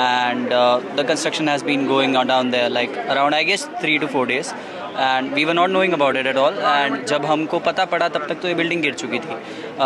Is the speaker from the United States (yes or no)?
no; Udaipur, Rajasthan, India; yes I am from Udaipur Rajasthan